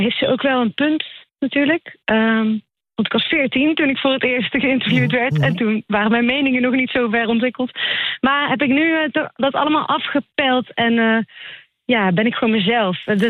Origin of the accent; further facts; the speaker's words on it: Netherlands; accent: soft G; Dus ik blijf altijd herkenbaar in mijn tegendraadsheid, mijn zachte G en mijn stemgeluid natuurlijk.